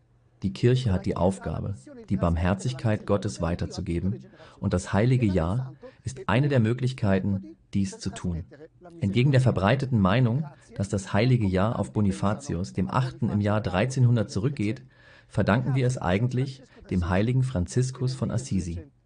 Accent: Romania; moved away as an adult; now in Rome, Italy; ich bin 1975 aus Rumänien vor Ceausescu geflohen.

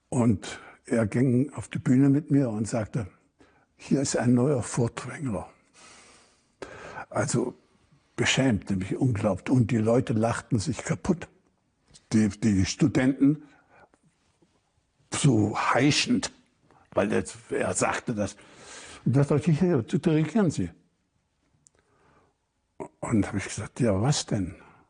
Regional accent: Germany; dann meinte er hier, aha, wo sind Sie her? Ich sage, ich bin Deutscher.

